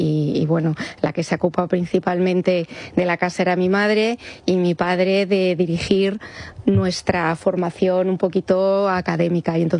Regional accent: Madrid, Community of Madrid, Spain; born there

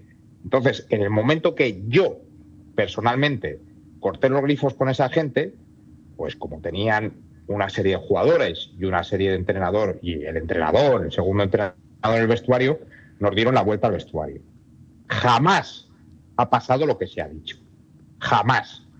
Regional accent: Spain

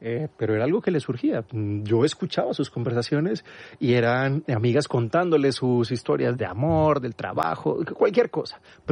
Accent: Medellín, Antioquia, Colombia; also born or lived in Marinilla / Manizales / Turbo / Montería; A ver, empezamos, yo nací en Medellín, después de eso mis padres se fueron a Marinilla, que es un, haz de cuenta, como decir, vivo en la sierra.

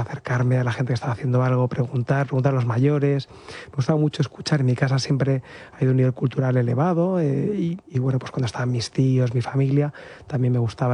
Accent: Madrid, Community of Madrid, Spain; yo nací en Madrid, mi familia, desde que nacimos mi hermano y yo, vivimos en Madrid. Lo que pasa es que vivimos a las afueras, en una urbanización, pues donde pues había, tanto en la casa donde vivíamos, un poquito de jardín, zonas comunes, como alrededor, pues había bastante campo

